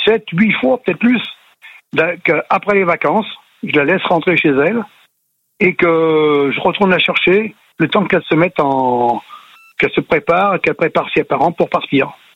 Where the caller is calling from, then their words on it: France; elle sait que je vis en France